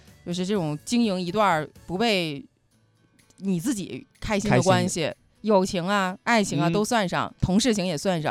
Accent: China; 其实我们中国人啊、嗯、比较的友善、

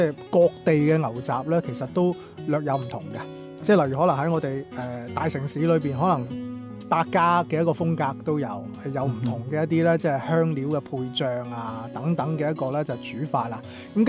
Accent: Guangdong, China; 例如我哋广东人啦，或者大湾区人啦，食宵夜嘅话咧，你可能会食粥

